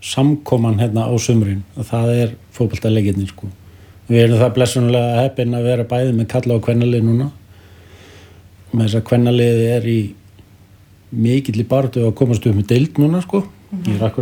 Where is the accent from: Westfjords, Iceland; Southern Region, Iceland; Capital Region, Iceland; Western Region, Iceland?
Capital Region, Iceland; Hafnarfjörður; now in Vopnafjörður, Iceland; Ég kem úr Hafnarfjörðinu.